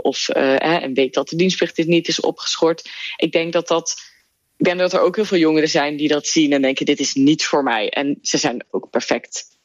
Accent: Netherlands; now in Belgium; Ik ben opgegroeid in Nederland en dus dan is dat wel gemakkelijk of zo.

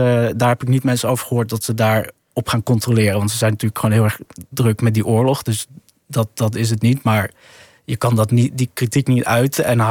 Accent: Sudan; een heel oud Soedanees nummer over mijn thuisland, de goede dagen in mijn thuisland.

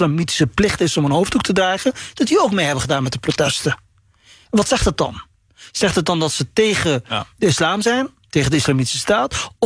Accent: Netherlands; Maar ik spreek Nederlands, ben hier opgegroeid. Ik heb van de cultuur meegekregen. En dat maakt mij Nederlands.

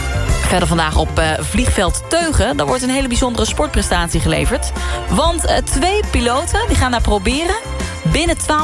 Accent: Hapert, North Brabant, Netherlands; moved away as an adult; Ik kom uit Hapert. Ik woon er niet meer. Maar wel tot mijn 18e wel gedaan.

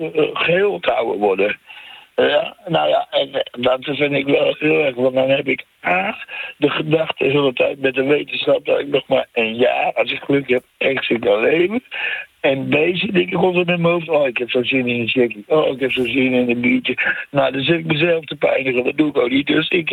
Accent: Groningen, Netherlands; also born or lived in Friesland; now in The Hague, Netherlands; Ik ben in Friesland geboren, getogen in Groningen. En ik woon al 30, 40 jaar in Den Haag.

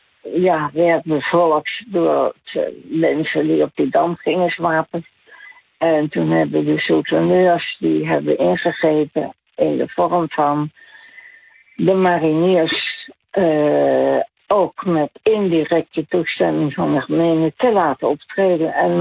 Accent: The Hague, South Holland, Netherlands; Ik kom daar eigenlijk uit Den Haag. Scheveningen geëvacueerd naar Den Haag.

